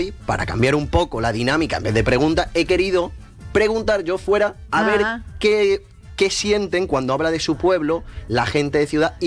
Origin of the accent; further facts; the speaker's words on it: Andalusia, Spain; Yo no digo, soy de Málaga. Ajá. Yo digo de mi pueblo y se me llena como con una alegría